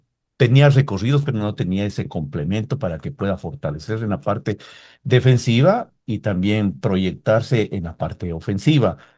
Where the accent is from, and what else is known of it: Ecuador